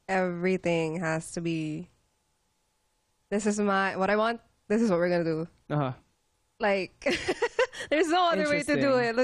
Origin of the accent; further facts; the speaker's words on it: Manila, Metro Manila, Philippines; moved away; not a lot of people know that I grew up in Tondo.